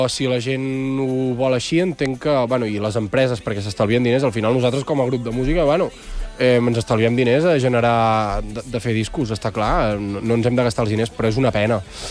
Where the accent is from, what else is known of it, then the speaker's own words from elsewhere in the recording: Navàs, Catalonia, Spain; Soc de Navàs, que és al costat de... Bueno, està al costat de Santpedor també i de Manresa, està per allà a la zona.